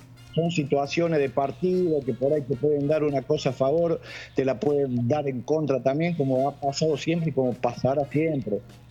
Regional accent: Argentina; nosotros como argentinos

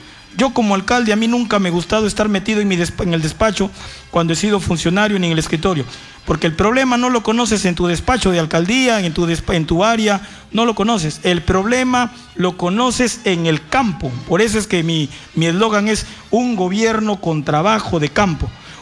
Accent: Talara, Piura, Peru; Yo soy de Mario Aguirre, Talara, y como soy de Mario Aguirre, a mí no me cuentan. Yo lo he vivido en el asentamiento humano, en la invasión Claudia Romero, hoy en Mario Aguirre

